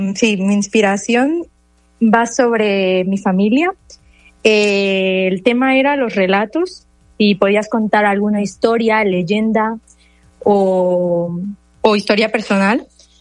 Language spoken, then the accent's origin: Spanish; Mexico; Como mexicana que soy, creo que es importante dar visibilidad que en México también hay talento y que hay que apoyarlo.